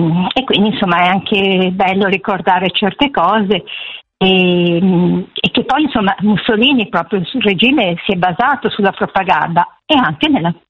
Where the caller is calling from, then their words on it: Cinisello Balsamo, Lombardy, Italy; io chiamo da Cinisello Balzo